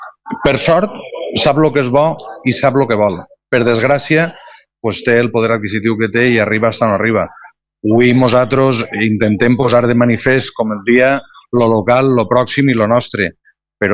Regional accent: Valencian Community, Spain; sabent valencià com som valencians i estaguent conforme estem en el mig rural

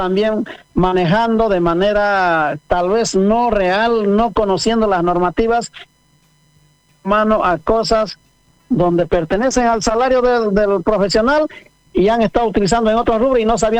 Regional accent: Potosí, Bolivia; Yo nací en el departamento de Potosí.

